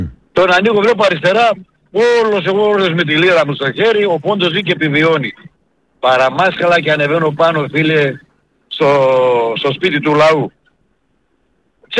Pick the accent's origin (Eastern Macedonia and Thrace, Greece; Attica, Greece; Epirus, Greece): Eastern Macedonia and Thrace, Greece; Drama; also born or lived in Dipotamos, Kavala; Εγώ είμαι από το Διπόταμο, η καταγωγή μου από εκεί είναι. Αλλά σε μικρή ηλικία έφυγα, ήρθα στη Δράμα. Έμενα εκεί στο στρατιωτικό νοσοκομείο πίσω, ξέρεις, σε ένα ίδρυμα.